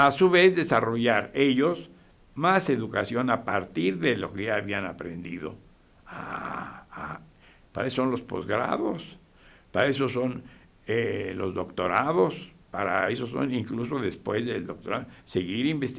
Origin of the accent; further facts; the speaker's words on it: Guadalajara, Jalisco, Mexico; Pues en Guadalajara, sabe usted, mi tierra